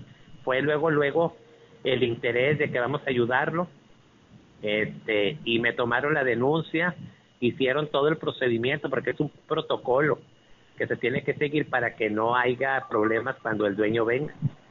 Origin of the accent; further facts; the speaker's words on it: Agujita, Coahuila, Mexico; como nos conocemos, somos aquí de Agujita. Le digo … así como me conocen aquí.